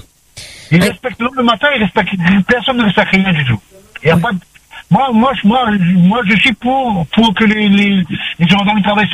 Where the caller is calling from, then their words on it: Saint-Paul, Réunion; Là, je suis à Combé, en fait, avant l'Urcopa.